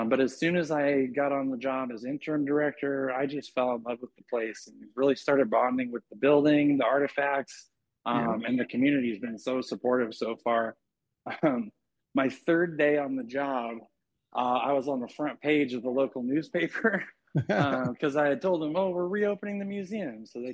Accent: Chehalis, Washington, United States; born or raised there; moved away as an adult

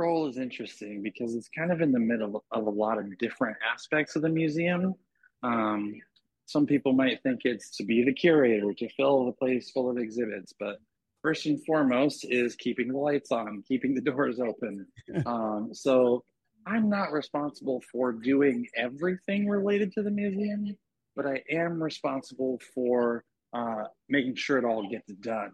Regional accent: Chehalis, Washington, United States; born or raised there

